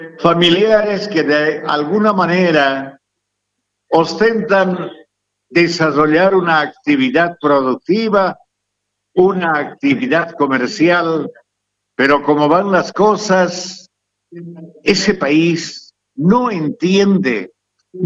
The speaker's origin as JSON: {"language": "Spanish", "region": "Tarija", "country": "Bolivia", "tie": "born there", "said": "Esta mi tierra, este mi campanario, haber nacido en el departamento de Tarija"}